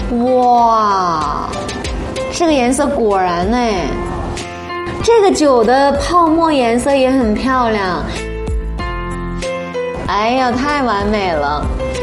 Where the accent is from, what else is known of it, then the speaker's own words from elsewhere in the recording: Harbin, Heilongjiang, China; 所以其实要说咱们哈尔滨人对啤酒的这种热爱是骨子里的。